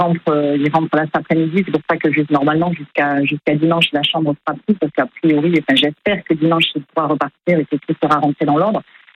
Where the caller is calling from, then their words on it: Soorts-Hossegor, Nouvelle-Aquitaine, France; je suis à Sorte-sur-Segor